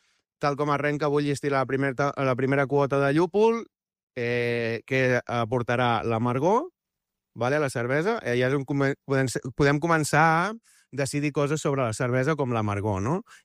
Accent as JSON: {"language": "Catalan", "town": "Arenys de Mar", "region": "Catalonia", "country": "Spain", "said": "Arenys de Mar, sempre. Capital de l'Almaresma."}